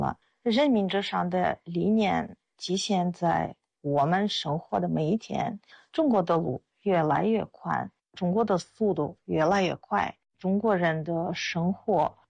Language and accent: Chinese; Russia; Chinese is a second language; now in China; 我是俄罗斯人，我在中国生活了25年，现在在党史研究院做翻译工作。